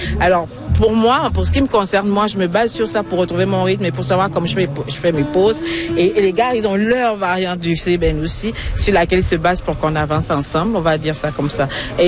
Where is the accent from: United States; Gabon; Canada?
Gabon; Je suis d'origine gabonaise, je suis du Gabon, mais je travaille avec 3 musiciens québécois.